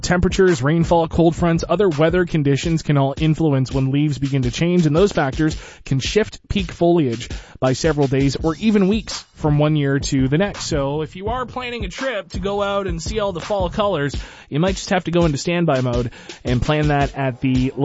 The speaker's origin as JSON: {"language": "English", "town": "Peterborough", "region": "Ontario", "country": "Canada", "moved": "yes", "said": "I'm from Peterborough"}